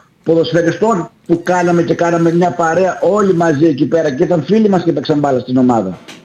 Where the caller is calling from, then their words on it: Almyros, Thessaly, Greece; από τον Βόλο που είμαι εγώ από τον Αλμυρό